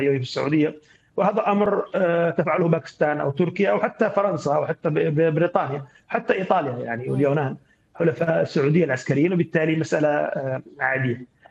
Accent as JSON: {"language": "Arabic", "country": "Yemen", "said": "يعني تقاطعت مصلحتنا نحن كيمنيين مع مصلحة السعوديين"}